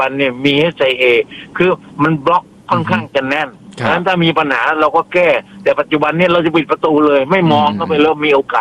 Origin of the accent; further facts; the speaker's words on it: Southern Thailand, Thailand; ผมยืนยันว่าผมเป็นคนใต้